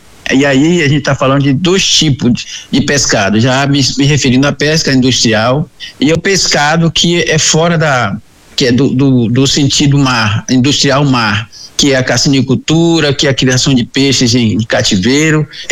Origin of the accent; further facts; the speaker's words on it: Boipeba Island, Bahia, Brazil; Eu nasci e me criei na comunidade, como falei anteriormente, numa comunidade chamada Cova da Onça, é uma comunidade tradicional pesqueira, que fica na ilha de Boipeba, pesco desde quando me entendo por gente, né?